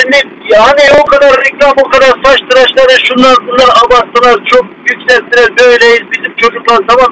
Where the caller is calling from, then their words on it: Istanbul, Turkey; arıyorum ben.